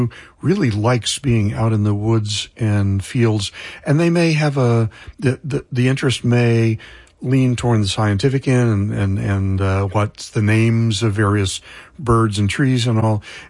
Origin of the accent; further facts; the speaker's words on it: Corpus Christi, Texas, United States; Well, I was born in Corpus Christi, and my parents would take me to the bay pretty often, and we'd go to Padre Island.